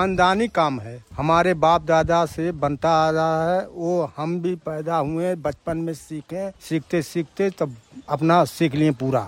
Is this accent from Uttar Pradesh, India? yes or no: yes; Azamgarh, Uttar Pradesh, India; moved away as an adult; अपना हमारा घर है आजमगढ़, यहाँ हम 27 साल से हैं